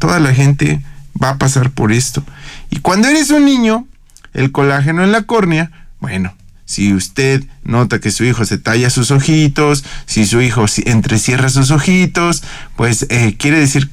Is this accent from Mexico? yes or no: yes; Mexico